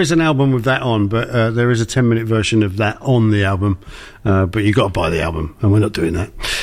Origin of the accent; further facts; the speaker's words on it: Essex, East of England, United Kingdom; I'm from Essex